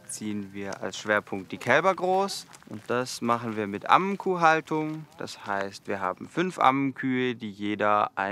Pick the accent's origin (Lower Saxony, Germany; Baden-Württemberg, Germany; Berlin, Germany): Baden-Württemberg, Germany; Ich bin auf dem Untermühlbachhof aufgewachsen